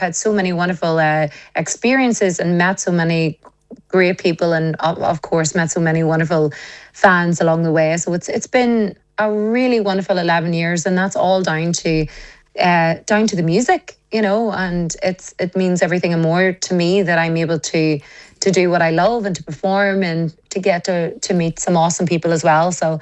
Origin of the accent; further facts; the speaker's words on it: Tyrone, Northern Ireland, United Kingdom; growing up in Tyrone, it would be pronounced Hagen